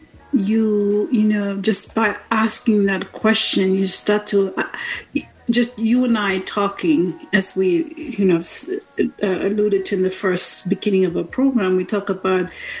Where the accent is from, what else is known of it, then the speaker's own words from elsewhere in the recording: Vanuatu; and then obviously even I'm from Vanuatu